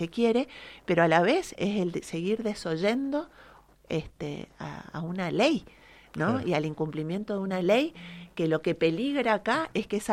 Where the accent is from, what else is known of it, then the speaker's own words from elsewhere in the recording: Argentina; Es no reconocer nuestra historia como argentinos y argentinas y desconocer nuestra identidad